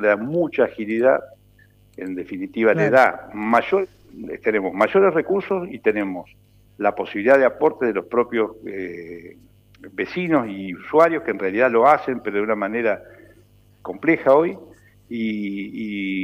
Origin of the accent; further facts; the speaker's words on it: Larroque, Entre Ríos, Argentina; born there; en mi caso nací en La Roque cuando hace añares, claro, y hoy en La Roque casi no hay larroquense, digamos.